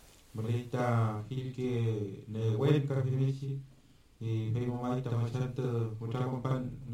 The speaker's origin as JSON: {"language": "Spanish", "town": "San Juan de la Costa", "region": "Los Lagos", "country": "Chile", "said": "soy machi de San Juan de la Costa Osorno"}